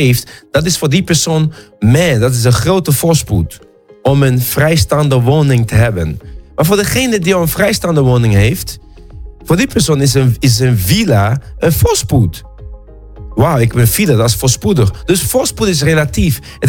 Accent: The Hague, South Holland, Netherlands; now in Delft, Netherlands; Ik woon in Den Haag, ik kom uit Den Haag. Nee, ik woon in Delft, maar ik kom uit Den Haag oorspronkelijk. Delft is naast Den Haag.

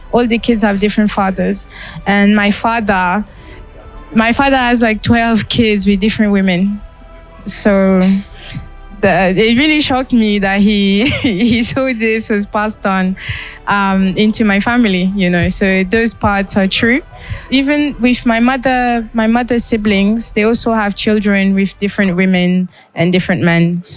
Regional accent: United Kingdom; also born or lived in Gabon; I'm originally from a country called Gabon, but I grew up in Britain, so I'm Gabonese British.

